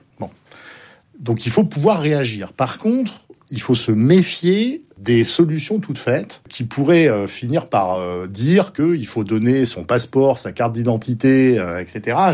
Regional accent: Bordeaux, Nouvelle-Aquitaine, France; moi je suis bordelais

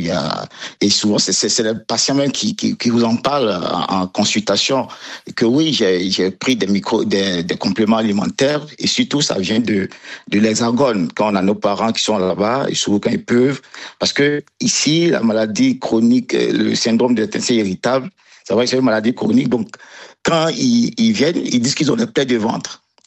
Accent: Côte d’Ivoire; chez nous, en Afrique, aussi en Côte d'Ivoire

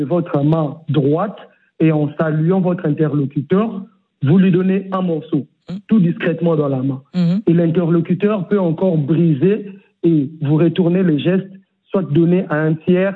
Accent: Kinshasa, DR Congo; born there

